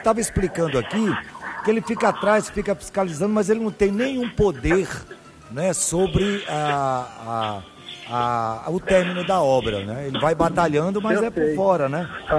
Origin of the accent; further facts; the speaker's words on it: Ceará, Brazil; moved away; Eu sou cearense